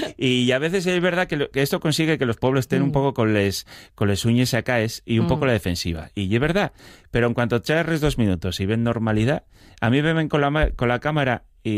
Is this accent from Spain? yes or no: yes; Asturias, Spain; porque ya sabes cómo somos los asturianos